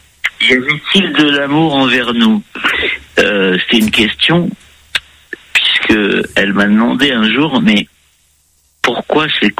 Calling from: Paris, Île-de-France, France; moi, je suis parisien

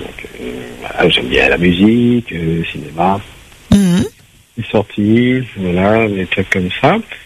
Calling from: Saint-Denis, Réunion; je suis de Saint-Denis, je suis un KMB, Carf Malbar Blanc.

